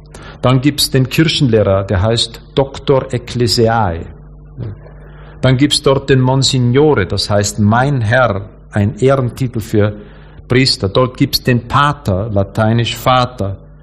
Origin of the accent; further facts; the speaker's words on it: Austria; Wie gesagt, ich komme aus Österreich.